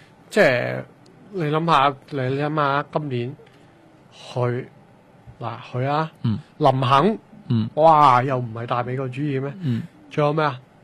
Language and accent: Cantonese; Canada; 但系作為一個加拿大人咧，我都鋪咗光嘅。